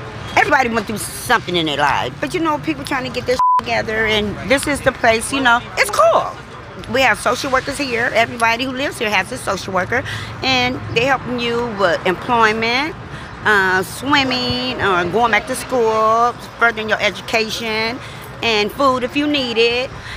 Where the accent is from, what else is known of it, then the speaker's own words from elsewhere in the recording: San Francisco, California, United States; I go to the neighborhood where I was raised at. I was raised up in Upper Haight in the Love Hippie days.